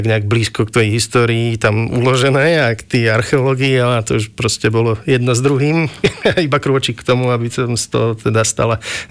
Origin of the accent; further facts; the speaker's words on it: Martin, Žilina Region, Slovakia; moved away as an adult; now in Trnava, Slovakia; Som rodinný Martinčan, takže tu na Trnave som tak trošku ďaleko od domova. Vyrastol som teda v Martine, v krásnom meste medzi horami. V podstate som tam sa aj vrátil po vysokej škole na chvíľu.